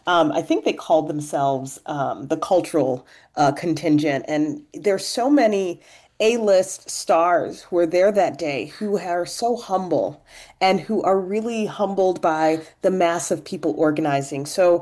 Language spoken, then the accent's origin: English; Chicago, Illinois, United States; I'm from Chicago, so I always